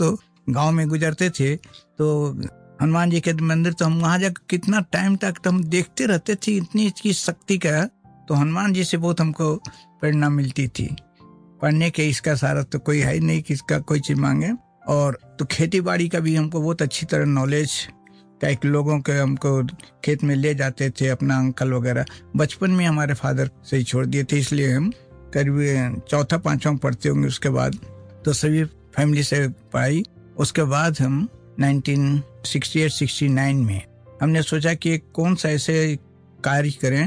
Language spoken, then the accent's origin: Hindi; Hazaribagh, Jharkhand, India; also born or lived in Dhanbad / Ranchi; हमारा जन्म झारखंड में हुआ, हजारीबाग। झारखंड पहले बिहार में था, लेकिन झारखंड हजारीबाग, वहाँ से वहीं हम पढ़े। हम तो राजपूत फैमिली से हैं